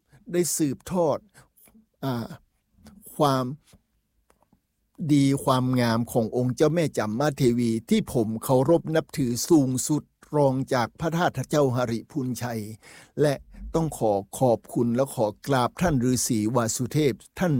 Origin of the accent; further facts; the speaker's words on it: Lamphun, Thailand; ในฐานะที่ผมเป็นคนจังหวัดลำพูน